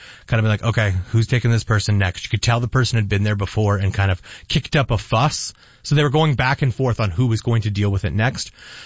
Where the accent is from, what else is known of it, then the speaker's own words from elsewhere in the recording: Hamilton, Ontario, Canada; If you don't know, I'm from Hamilton originally, and I absolutely love the CFL.